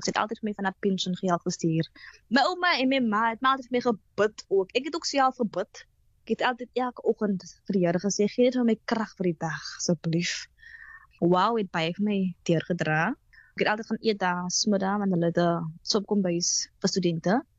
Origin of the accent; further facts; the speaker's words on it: Atlantis, Western Cape, South Africa; En sê, ek is van Atlantis, ek bly in Island Place, ek bly in die kort.